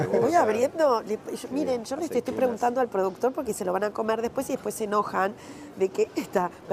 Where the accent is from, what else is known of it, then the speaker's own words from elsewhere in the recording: Argentina; para nosotros en Latinoamérica y en Argentina, porque somos argentinos, es un boom acá.